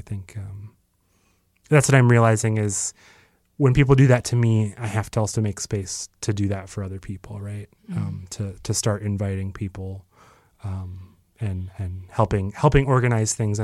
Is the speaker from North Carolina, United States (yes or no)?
no; Oak Park, Illinois, United States; I grew up in Oak Park, which is one of the first suburbs west of the Chicago like border.